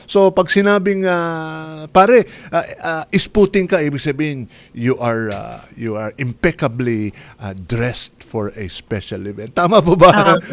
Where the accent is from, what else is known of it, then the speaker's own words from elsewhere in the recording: Pasay City, Metro Manila, Philippines; Nung ako'y, when I was growing up sa Pasay City, merong salita, sinasalita ng aking mga senior na kasama, yung salitang isputing.